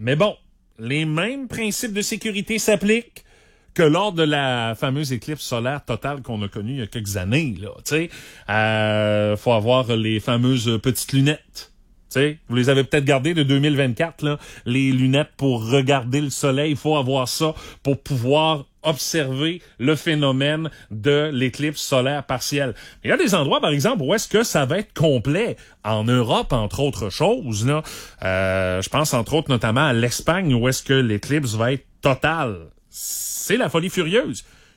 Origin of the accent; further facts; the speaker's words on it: Quebec, Canada; chez nous, au Québec